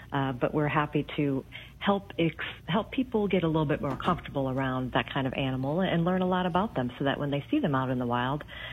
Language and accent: English; Illinois, United States; I grew up in the Chicago suburbs